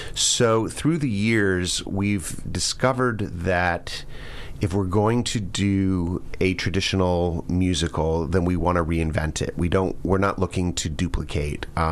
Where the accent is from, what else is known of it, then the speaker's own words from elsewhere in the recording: Jupiter, Florida, United States; moved away as an adult; I come from Jupiter. I went to Jupiter High School, and it is a great honor to return back to my hometown